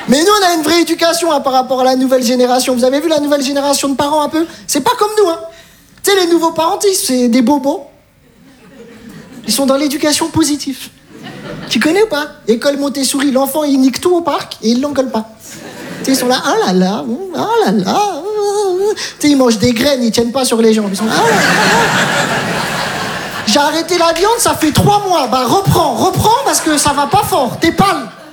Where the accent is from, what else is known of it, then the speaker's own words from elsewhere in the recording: Metz, Grand Est, France; Je viens de Metz, j'ai tout abandonné.